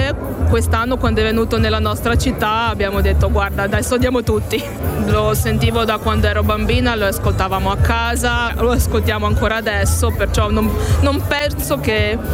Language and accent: Italian; Pula, Istria County, Croatia; Qua da Pola